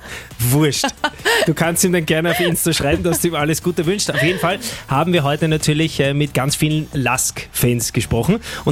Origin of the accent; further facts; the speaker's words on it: Vienna, Austria; Und das sage ich als Wiener und als Rapidler.